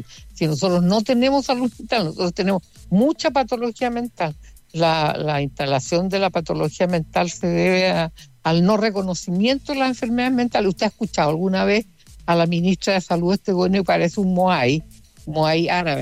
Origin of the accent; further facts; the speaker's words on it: Puerto Montt, Los Lagos, Chile; born there; Porque yo nací en Puerto Montt, lleno de ríos, el Maullín, el Petrohue, todos los afluentes, influentes de los ríos, y nosotros nunca nos inundamos